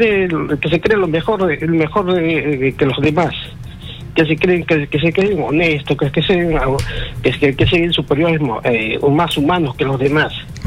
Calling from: Lima, Peru; De Santanita.

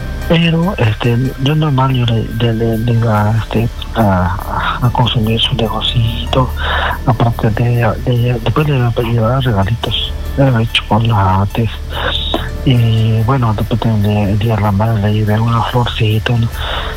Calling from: Lima, Peru; De acá, Ate

